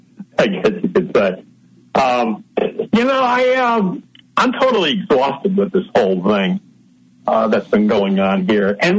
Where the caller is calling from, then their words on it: New York, United States; in New York.